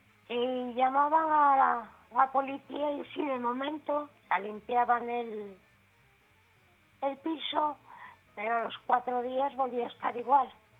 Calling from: Santander, Cantabria, Spain; los de Santander somos de Santander.

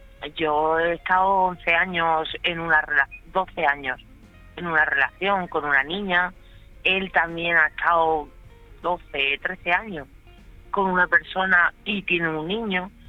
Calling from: Badajoz, Extremadura, Spain; Yo soy de Badajoz

